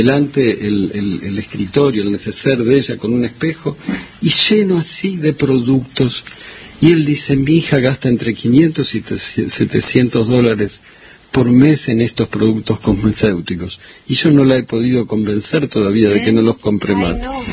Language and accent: Spanish; Argentina; Entonces como cuando yo escuché, yo soy re argentino y digo, bueno, este país ha recibido históricamente